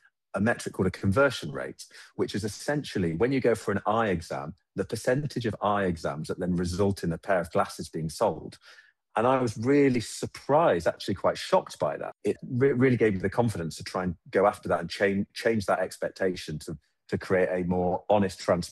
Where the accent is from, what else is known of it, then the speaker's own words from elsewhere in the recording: England, United Kingdom; growing up in England